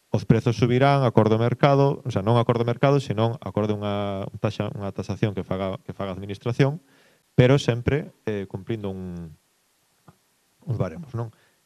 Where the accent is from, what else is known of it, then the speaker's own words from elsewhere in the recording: Vilagarcía de Arousa, Galicia, Spain; eu son de Vilarcía, en Vilarcía pasa algo semellante